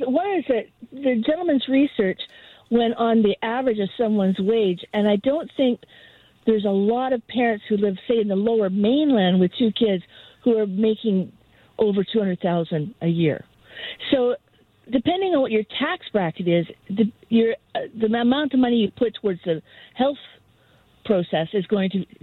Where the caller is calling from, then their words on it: Vancouver, British Columbia, Canada